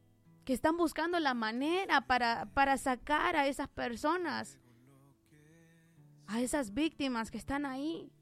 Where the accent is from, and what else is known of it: Honduras